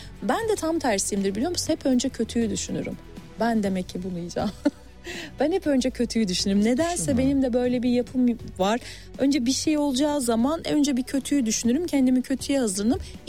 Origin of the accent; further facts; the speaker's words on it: İzmir, Turkey; İzmir'in memleketim.